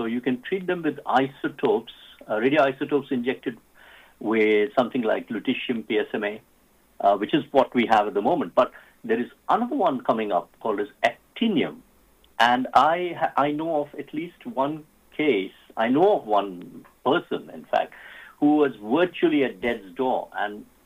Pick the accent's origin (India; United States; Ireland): India; Pune, Maharashtra; born there; I was from Loyola High School, you know, in Pune.